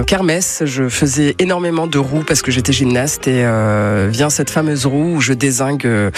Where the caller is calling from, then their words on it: Douarnenez, Brittany, France; Alors moi, je suis de Douarnenez, en Finistère, et ce que je pourrais dire de ma ville, c'est qu'elle est folklorique.